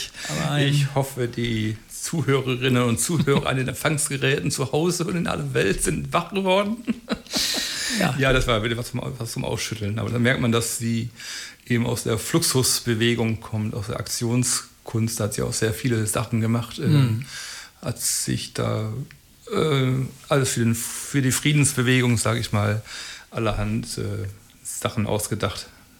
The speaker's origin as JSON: {"language": "German", "region": "Lower Saxony", "country": "Germany", "tie": "born or raised there", "also_born_or_lived": "Bremen / Wuppertal / Heidelberg / Mannheim", "moved": "as an adult", "said": "In die Grafschaft Bentheim, das ist ja dann Grenze zu Niederlanden, genau. Und da bin ich aufgewachsen, habe Schule gemacht, eine Ausbildung und dann bin ich immer weiter in den Süden gekommen. Von Wuppertal, sage ich mal, nach Heidelberg und dann habe ich lange Zeit in Mannheim"}